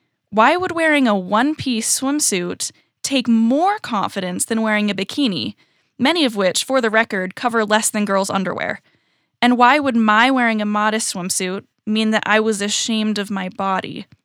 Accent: California, United States; born or raised there; also born or lived in Utah / Virginia

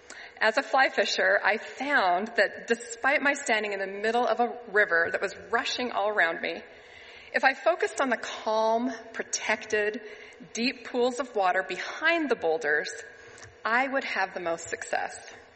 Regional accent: Alberta, Canada; I grew up near Waterton National Park, Alberta, and Glacier National Park, Montana.

